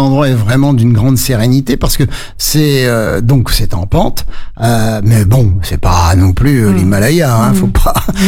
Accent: Hauts-de-France, France; Alors, vos auditeurs l'ont peut-être entendu, j'ai quelques intonations, je suis du Nord. Là-bas, il y a de grands champs de lin

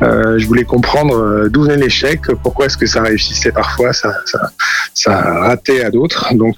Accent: Paris, Île-de-France, France; Moi, je suis parisien, donc j'ai la chance de pouvoir aller très facilement à la Bibliothèque nationale de France

